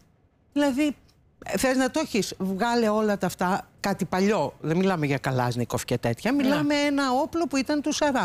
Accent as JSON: {"language": "Greek", "town": "Chania", "region": "Crete", "country": "Greece", "tie": "born or raised there", "moved": "yes", "said": "Εγώ έχω μεγαλώσει στη Νέα Χώρα, δηλαδή δίπλα στο κολυμβητήριο των Χανίων."}